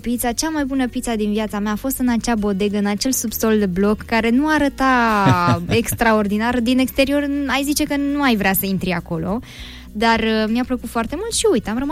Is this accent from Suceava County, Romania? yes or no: no; Buzău, Buzău County, Romania; born there; sunt din Buzău